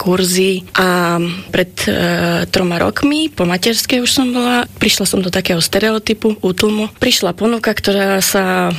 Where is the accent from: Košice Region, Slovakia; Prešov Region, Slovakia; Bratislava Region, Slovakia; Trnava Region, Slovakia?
Prešov Region, Slovakia; Prešov; pochádzam z Prešova a mám 36 rokov.